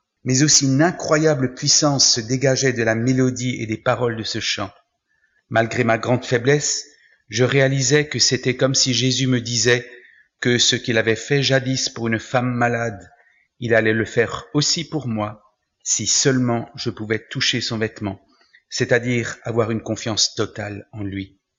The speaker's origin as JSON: {"language": "French", "town": "Mulhouse", "region": "Grand Est", "country": "France", "tie": "born there"}